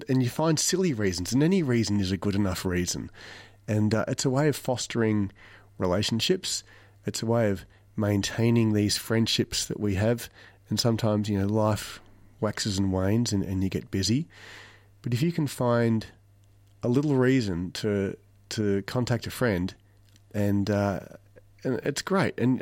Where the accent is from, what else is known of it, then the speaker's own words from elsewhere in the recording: Australia; as an Australian man